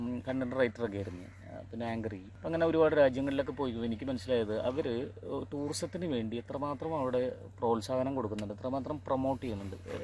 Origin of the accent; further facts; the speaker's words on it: Ernakulam, Kerala, India; നമ്മുടെ ഈ എറണാകുളത്ത് അല്ലെങ്കിൽ കേരളത്തിൽ